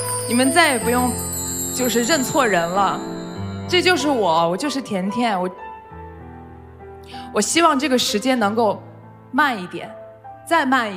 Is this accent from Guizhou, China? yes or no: no; Shihezi, Xinjiang, China; moved away as an adult; 对，我的家乡在新疆，是石河子。我爷爷奶奶其实都是山东人，他们是建设兵团去到了新疆